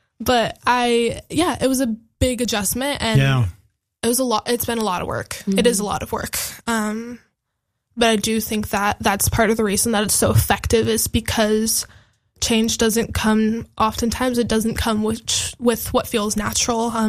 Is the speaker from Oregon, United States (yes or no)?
yes; Bend, Oregon, United States; born or raised there